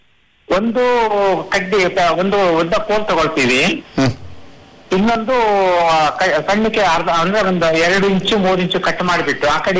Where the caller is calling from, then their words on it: Shankaraghatta, Karnataka, India; ಶಂಕರಘಟ್ಟದಿಂದ